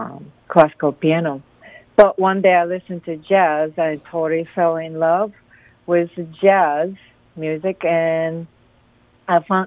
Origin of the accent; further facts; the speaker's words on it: Japan; moved away as an adult; now in Boston, United States; I'm originally from Japan.